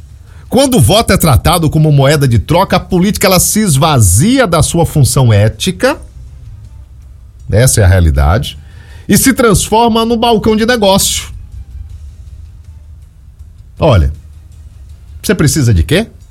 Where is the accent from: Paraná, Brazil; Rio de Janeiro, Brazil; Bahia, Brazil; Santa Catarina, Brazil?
Bahia, Brazil; eu também sou nordestino, sou da Bahia, baiano, catingueiro, né?